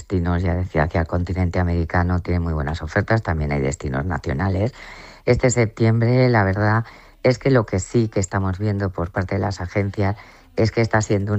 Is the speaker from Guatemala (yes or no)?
no; Valencian Community, Spain; Las terrazas de Ruzafa, lamento decir que el 80% somos valencianos y valencianas